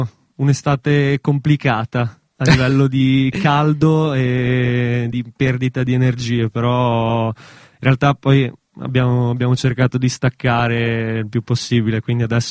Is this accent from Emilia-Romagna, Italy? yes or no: yes; Forlì, Emilia-Romagna, Italy; Noi siamo di Forlì